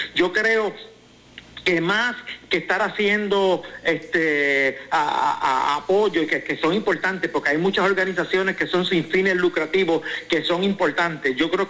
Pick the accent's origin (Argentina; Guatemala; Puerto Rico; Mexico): Puerto Rico; a nosotros como puertorriqueños